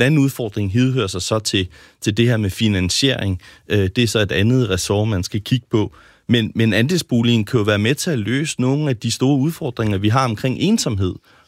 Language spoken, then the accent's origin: Danish; Jutland, Denmark; now in Copenhagen, Denmark; jeg bor selv i hovedstaden, men er født og opvokset i Jylland, og jeg synes, vi snakker alt for lidt om den andre dele af Danmark også.